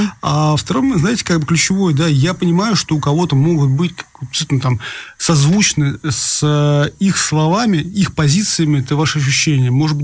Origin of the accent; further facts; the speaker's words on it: Russia; Я из России, я человек, который был в тюрьме, человек, у которого есть немало друзей, знакомых, моих одноклассников, которые пострадали от этой войны.